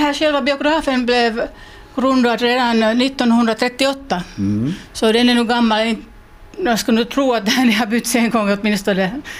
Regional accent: Southwest Finland, Finland; moved away; Jag kommer från Salotrakten.

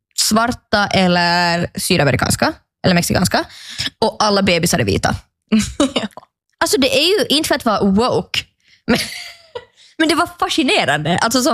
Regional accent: Vaasa, Ostrobothnia, Finland; Jag är från Vasa, I know my culture.

